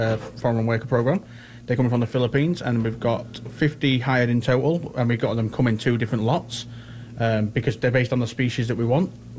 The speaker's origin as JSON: {"language": "English", "region": "England", "country": "United Kingdom", "moved": "as an adult", "lives_now": "Canada", "said": "I came to Newfoundland from England back in 2012. I've been with the co-op now since 2014."}